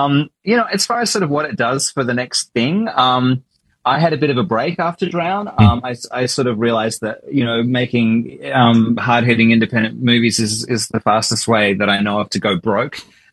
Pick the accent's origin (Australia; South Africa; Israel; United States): Australia; Melbourne, Victoria; moved away as an adult; now in Sydney, Australia; growing up in Melbourne